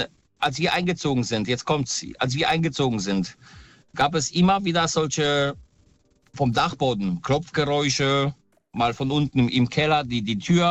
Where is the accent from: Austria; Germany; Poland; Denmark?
Poland; born there; Ich habe, ich komme ursprünglich aus Polen, also ich bin gebürtig in Polen.